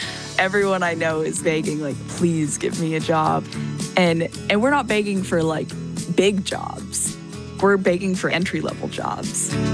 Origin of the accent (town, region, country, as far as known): Nashville, Tennessee, United States; born or raised there